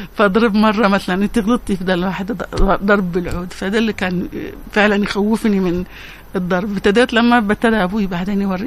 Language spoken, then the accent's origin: Arabic; Yemen